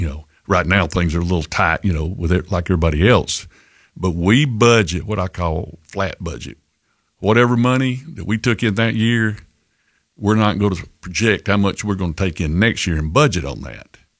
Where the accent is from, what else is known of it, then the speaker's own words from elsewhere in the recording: Coleman, United States; Well, growing up in Coleman, I got to experience some of the old Allstate.